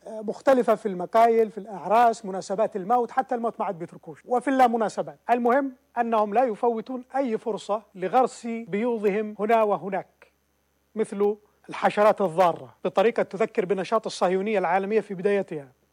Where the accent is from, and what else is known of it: Yemen